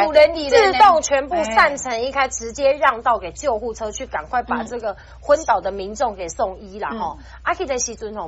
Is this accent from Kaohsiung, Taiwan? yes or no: yes; Kaohsiung, Taiwan; moved away; 我本身是高雄人